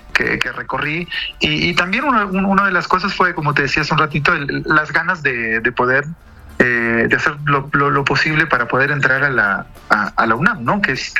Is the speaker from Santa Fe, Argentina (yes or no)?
yes; Santa Fe, Argentina; ciudad de Rosario, en Santa Fe, en la provincia de Santa Fe, que es una ciudad que está cerca de mi pueblo. Yo soy un pueblo de 2.500 habitantes. Entonces me voy a estudiar a esa ciudad, a la Universidad Nacional de Rosario.